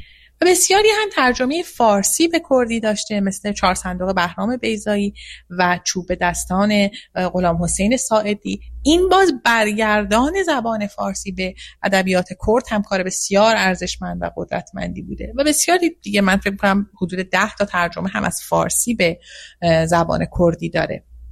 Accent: Iran; born there; من شخصا در اون ساختار بزرگ شدم. من در ساختار حکومتی و استبدادی بعد از انقلاب بزرگ شدم، مدرسه رفتم، توی اون ساختار درس خوندم

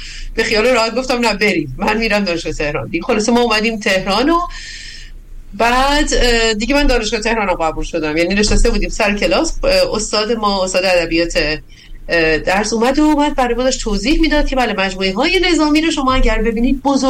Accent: Gilan, Iran; کسی اینجا از شمال اومده؟ خب من دستمو گرفتم بالا، من گیلکم.

